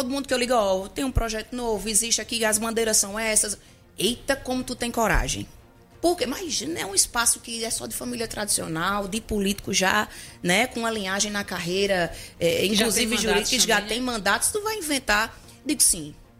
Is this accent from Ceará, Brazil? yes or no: no; Bahia, Brazil; moved away; sou de Bahia, tenho ainda uma história que não sai de lá